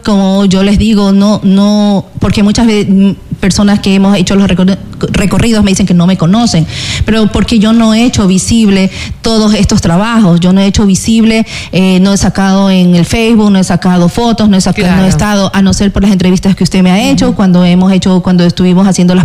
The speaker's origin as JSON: {"language": "Spanish", "region": "Santa Elena", "country": "Ecuador"}